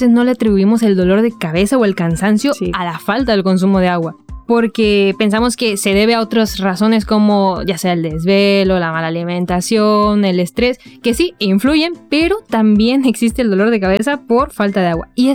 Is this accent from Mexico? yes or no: yes; Mexico; soy licenciada en nutrición, vengo desde México